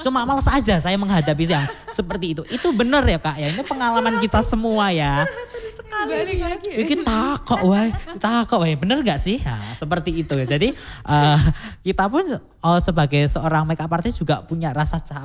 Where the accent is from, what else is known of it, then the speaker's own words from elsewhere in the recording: Karanganyar, Central Java, Indonesia; kita warga Karanganyar